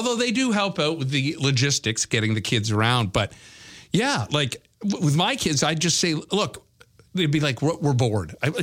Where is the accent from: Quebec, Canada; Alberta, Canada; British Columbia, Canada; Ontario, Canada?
Ontario, Canada; Brampton; I grew up in Brampton, so there was the AMC plant.